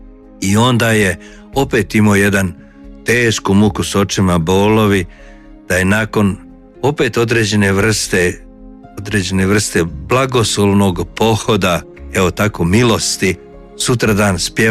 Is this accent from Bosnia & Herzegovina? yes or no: yes; Bosnia & Herzegovina; accent: Bosnian Croatian; now in Croatia; ja dolazim iz Bosne, ja govorim bosanskim hrvatskim jezikom.